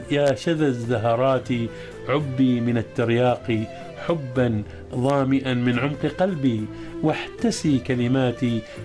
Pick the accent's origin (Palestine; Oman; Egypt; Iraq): Oman; نحن عندنا في عمان